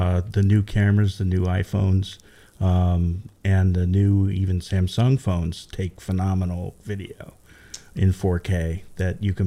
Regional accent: Lahaina, Hawaii, United States; now in Los Angeles area, United States; it was really great growing up in Lahaina.

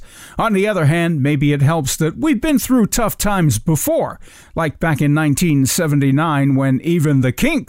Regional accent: Pennsylvania, United States; born there; moved away; Back where I was born in Pennsylvania Dutch country, they have their own word for it. Things are verhoodled

